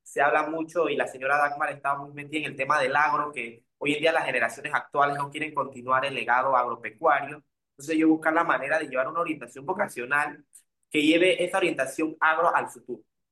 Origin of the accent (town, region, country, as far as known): Panama